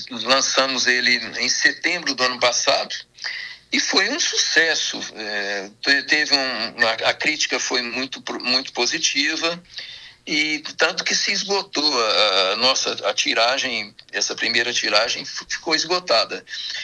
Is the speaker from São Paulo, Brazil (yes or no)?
no; Diamantina, Minas Gerais, Brazil; amo minha terra, amo Diamantina, amo a nossa região, daqui do Vale, Minas Gerais. Eu sou extremamente sensível ao lugar onde nascemos e fomos criados